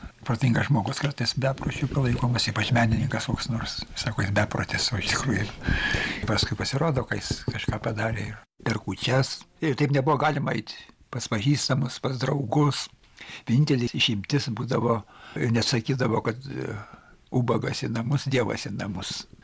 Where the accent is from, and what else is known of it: Samogitia, Lithuania